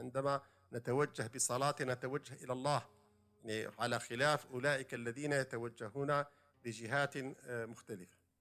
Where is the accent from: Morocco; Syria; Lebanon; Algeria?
Algeria; يعني مثال بسيط عندنا في الجزائر، المذهب المالكي في الجزائر